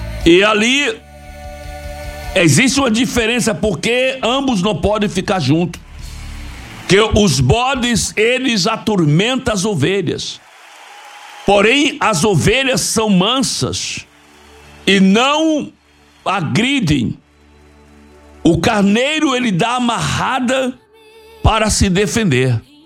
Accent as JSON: {"language": "Portuguese", "region": "Bahia", "country": "Brazil", "said": "Eu sou baiano, sou do sertão da Bahia"}